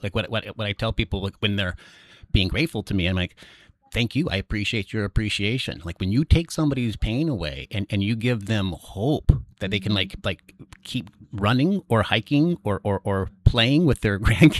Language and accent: English; Northwest, United States; now in Amherst, United States; I'm from the Northwest. You know, I've been living in Amherst for the last, you know, like 15 years or so, working in Londonderry, Manchester.